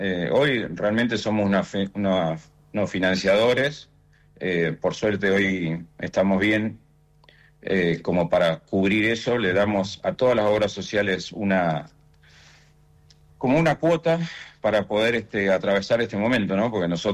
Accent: Trelew, Chubut, Argentina; moved away as an adult; also born or lived in Gaiman / Comodoro Rivadavia; now in Buenos Aires, Argentina; Sí, porque me formé acá, hice el secundario acá, la universidad en Comodoro, así que soy de acá y realmente mi sentimiento está en Chubut, en Trelew, donde tengo todos mis amigos, mi familia

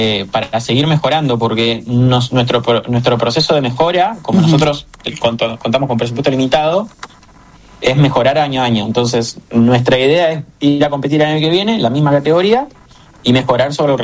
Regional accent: Argentina; que para nosotros como argentinos es un logro.

